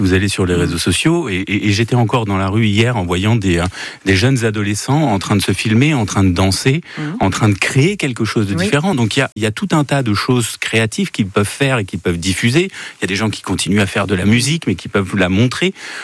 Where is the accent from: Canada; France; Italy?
France; Ah mais moi, je suis un Français